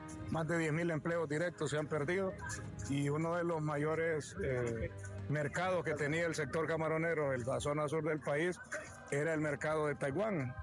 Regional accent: Honduras; también como hermanos hondureños a los venezolanos

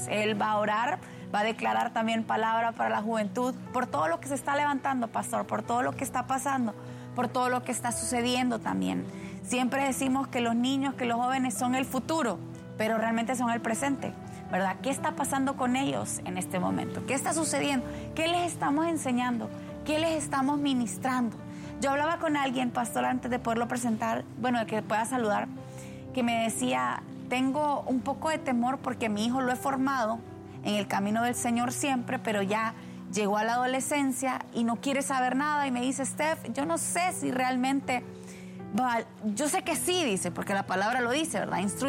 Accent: Honduras; Muchos estamos preocupados como hondureños, ¿verdad?

